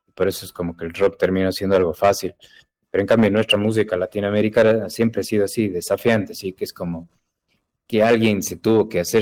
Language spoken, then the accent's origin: Spanish; Ecuador; uno como ecuatoriano haga música distinta que alguien en Europa